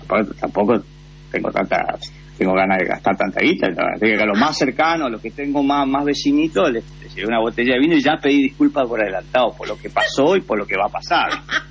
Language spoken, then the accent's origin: Spanish; Argentina; now in Tokyo, Japan; somos todos argentinos, somos nosotros, somos todos argentinos